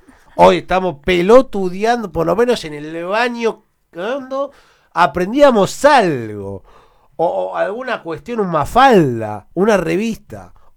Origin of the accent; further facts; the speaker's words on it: Argentina; Porque soy argentino.